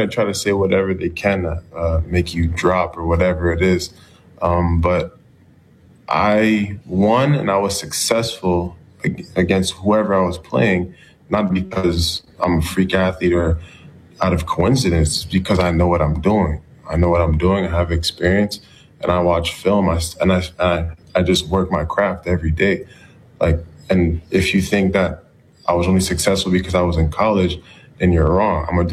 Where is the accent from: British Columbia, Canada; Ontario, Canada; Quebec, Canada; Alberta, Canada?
Ontario, Canada; Ottawa; now in United States; I grew up in Ottawa, Ontario.